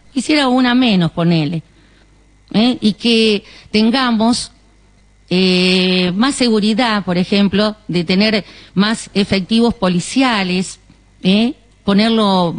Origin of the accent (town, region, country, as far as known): Ataliba, La Pampa, Argentina